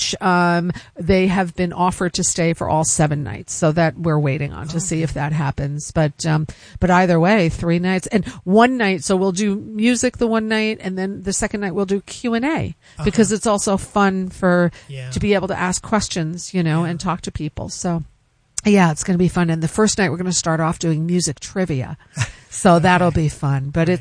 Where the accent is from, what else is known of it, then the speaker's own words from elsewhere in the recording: Germany; moved away; I grew up in Germany.